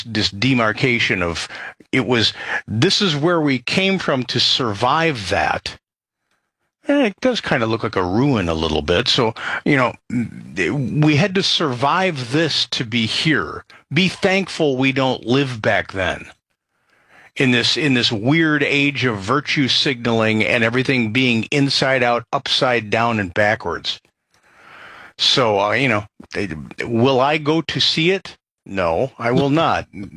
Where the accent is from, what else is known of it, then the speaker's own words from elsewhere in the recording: Illinois, United States; And I grew up outside of Chicago.